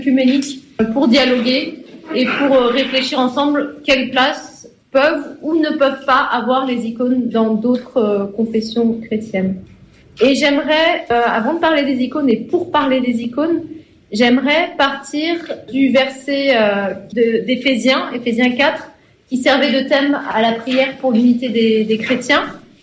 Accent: Paris, Île-de-France, France; je suis de confession orthodoxe. Voilà, je suis parisienne, mariée à un diacre et mère de 3 enfants.

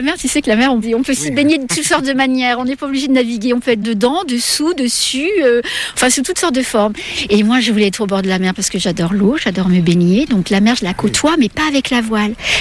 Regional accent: Montpellier, Occitanie, France; Moi, je venais de Montpellier, si tu veux.

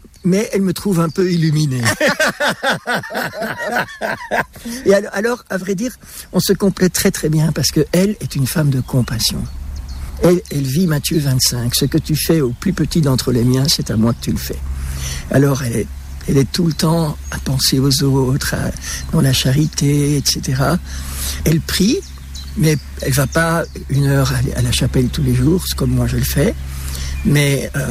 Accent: Belgium; On est resté en Belgique, puisque je suis belge.

